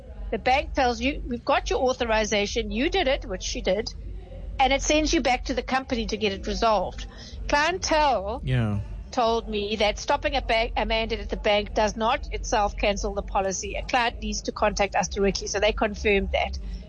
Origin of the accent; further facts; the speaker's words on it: Westville, KwaZulu-Natal, South Africa; stand outside the movie house at the Pavilion Shopping Centre in Westville outside Durban. That's my hometown. I can picture the spot very clearly.